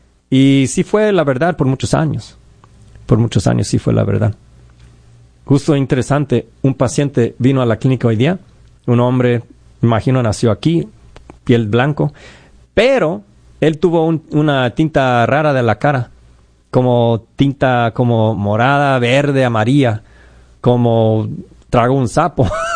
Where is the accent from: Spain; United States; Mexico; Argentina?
United States; ¿De dónde vienes tú? Yo dije, yo soy mexicano-americano.